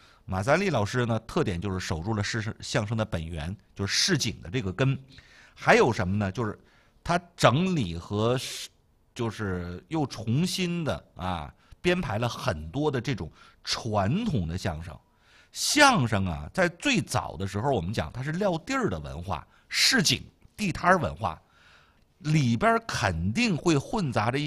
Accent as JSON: {"language": "Chinese", "region": "Tianjin", "country": "China"}